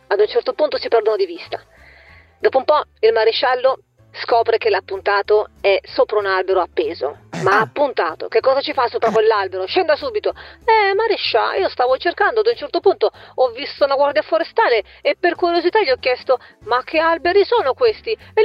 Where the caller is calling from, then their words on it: Melegnano, Lombardy, Italy; da Melegnano.